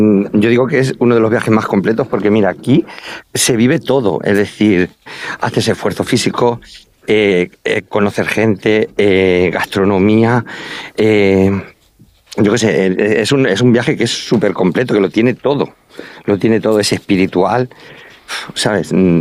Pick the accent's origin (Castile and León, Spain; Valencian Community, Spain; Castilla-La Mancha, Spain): Castilla-La Mancha, Spain; Santa Cruz de los Cáñamos; now in Albacete, Spain; soy muy manchego. Yo soy de Ciudad Real, un pueblo que se llama Santa Cruz de los Cáñamos, pero vivo en Albacete.